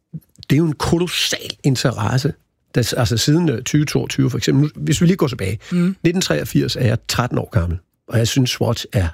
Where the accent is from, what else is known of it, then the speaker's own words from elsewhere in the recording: Næstved, Zealand, Denmark; jeg er fra Næstved